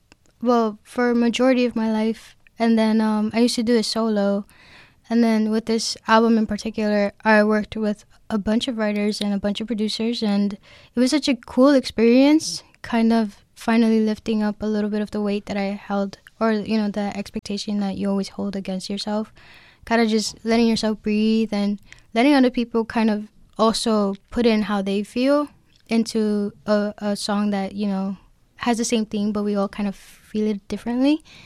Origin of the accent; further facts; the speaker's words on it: New York, United States; we grew up in the Bronx, so obviously we grew up in apartment buildings